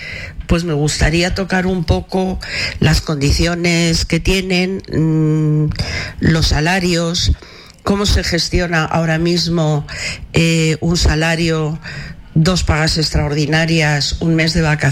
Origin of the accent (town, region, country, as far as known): Spain